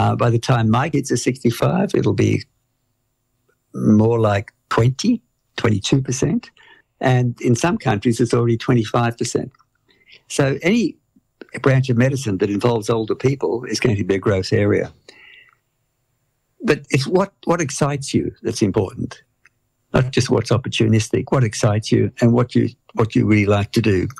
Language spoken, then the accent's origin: English; Australia